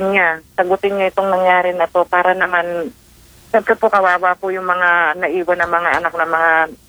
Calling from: Mabalacat, Central Luzon, Philippines; taga Mabalacat po ko.

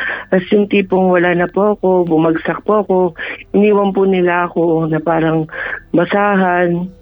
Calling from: Bulacan, Central Luzon, Philippines; Bulacan ko.

